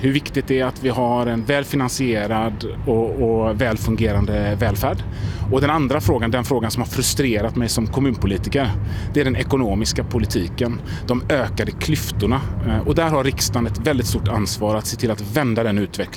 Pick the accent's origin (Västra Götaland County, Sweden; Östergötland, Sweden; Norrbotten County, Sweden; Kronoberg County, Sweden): Västra Götaland County, Sweden; Gothenburg; Jag är göteborgare och har jobbat lokalt i Göteborg